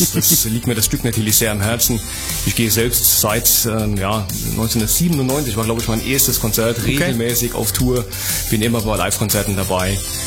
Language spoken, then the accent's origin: German; Katzweiler, Rhineland-Palatinate, Germany; ich komme aus Katzweiler, bin schon seit 5 Jahren bei der Freilichtbühne in Katzweiler tätig